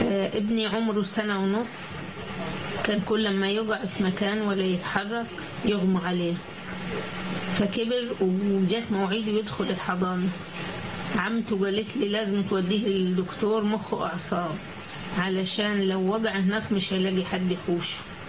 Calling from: Sohag Governorate, Egypt; انا من سوهاج.

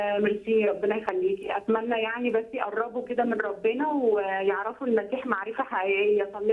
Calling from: Alexandria, Alexandria Governorate, Egypt; أنا بكلمك من اسكندرية.

